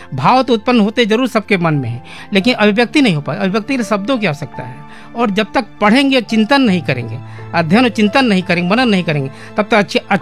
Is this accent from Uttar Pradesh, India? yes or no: yes; Gonda, Uttar Pradesh, India; moved away as an adult; now in Gorakhpur, India; मेरा बचपन का जीवन गोंडा आवाज में बीता है, मैं यहीं का विद्यार्थी रहा, बाल्यकाल से लेके और पढ़ाई तक यहीं रहा मैं।